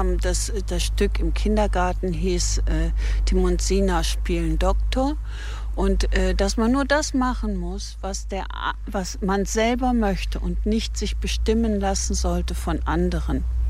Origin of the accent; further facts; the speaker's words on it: Viersen, North Rhine-Westphalia, Germany; Ich komme aus Viersen.